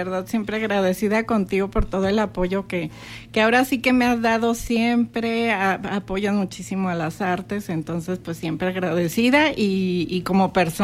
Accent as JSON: {"language": "Spanish", "region": "Mexico City", "country": "Mexico", "tie": "born or raised there", "moved": "yes", "lives_now": "Torreón, Mexico", "said": "en estos años que yo llevo aquí, porque pues tú sabes que soy originaria de la Ciudad de México"}